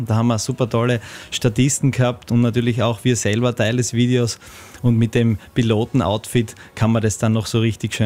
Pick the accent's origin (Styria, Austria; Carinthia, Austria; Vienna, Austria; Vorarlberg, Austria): Styria, Austria; Graz; für uns als Grazer, Graz-Umgebung aufgewachsenen